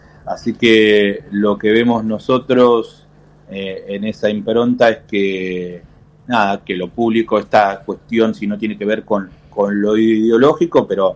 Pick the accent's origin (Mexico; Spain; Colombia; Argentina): Argentina; como ser argentino y como ciudadanos